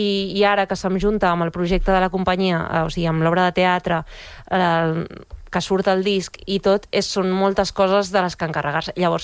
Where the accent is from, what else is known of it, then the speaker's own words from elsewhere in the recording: Balearic Islands, Spain; pare madrileny, mare catalana, i jo i ma germana vam néixer a Mallorca. Llavors, a casa s'ha parlat sempre castellà i català central, però de portes a fora hem parlat sempre mallorquí.